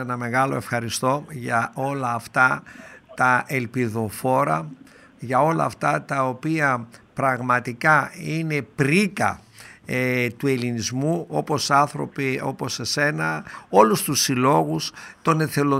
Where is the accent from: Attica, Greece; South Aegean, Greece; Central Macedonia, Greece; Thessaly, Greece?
Central Macedonia, Greece; Kilkis; εκεί πέρα στον τόπο μου, στο Κελκί, στο Αγιονέρι, τα καρπουζοχώρια, τα κοσμήματα της πατρίδας μας